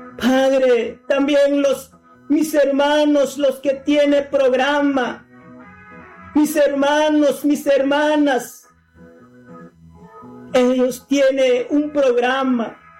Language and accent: Spanish; Guatemala; ¿cuántas emisoras hay en mi país, Guatemala?